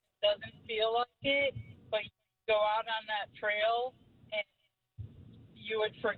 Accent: Park Forest, Illinois, United States; I grew up in Park Forest.

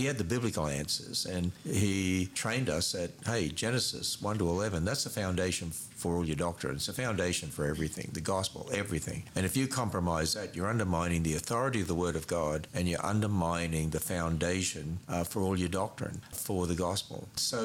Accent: Queensland, Australia; now in United States; You know what, I grew up in Australia, so that's my homeland. And we actually moved to the States in 1987.

